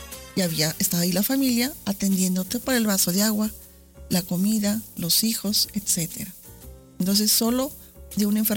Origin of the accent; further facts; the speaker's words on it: Aguascalientes, Mexico; moved away as an adult; regreso a Aguascalientes, soy nativa de ahí, de aquí, de Aguascalientes, y por cuestiones del trabajo me fui fuera 20 años, de 18 y 20 años me fui de Aguascalientes. Por el trabajo regreso, yo no quería regresar a Aguascalientes